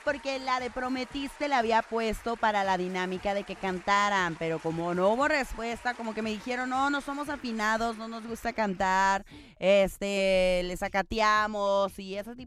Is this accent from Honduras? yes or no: no; Mexico; Así somos nosotros los mexicanos